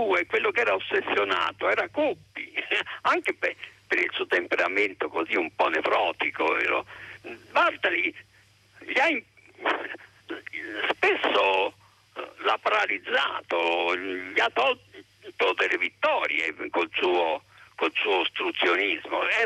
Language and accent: Italian; Tuscany, Italy; Poi sono anche toscano